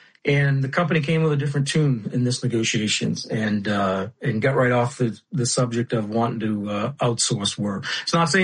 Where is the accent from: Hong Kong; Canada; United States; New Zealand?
United States; Bath, Maine